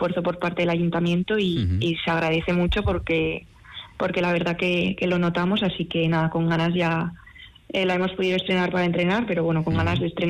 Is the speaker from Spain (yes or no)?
yes; Pamplona, Navarre, Spain; yo, por ejemplo, que soy de aquí de Iruña